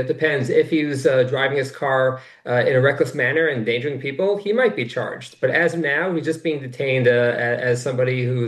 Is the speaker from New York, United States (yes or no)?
yes; New York City, New York, United States; the concern that I have as a New Yorker